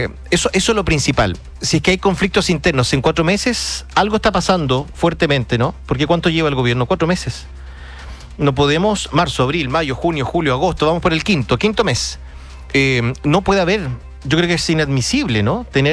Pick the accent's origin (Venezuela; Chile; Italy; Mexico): Chile; Sí y no, porque somos chilenos